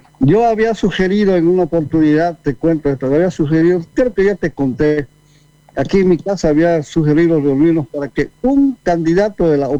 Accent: Montero, Santa Cruz, Bolivia; soy de Montero

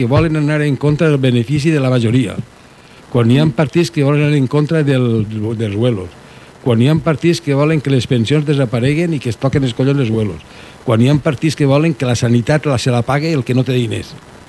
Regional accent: Oliva, Valencian Community, Spain; jo recorde de quan era xicotet en Oliva, famílies pudients que s'arruïnaven per una enfermedad d'un familiar.

